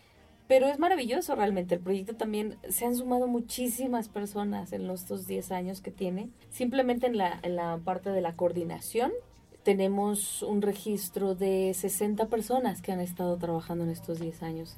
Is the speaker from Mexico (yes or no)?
yes; Michoacán, Mexico; now in Mexico City, Mexico; Yo soy de aquí de Michoacán, radico actualmente en Ciudad de México, pero hay un fuerte vínculo todavía con la ciudad y con el estado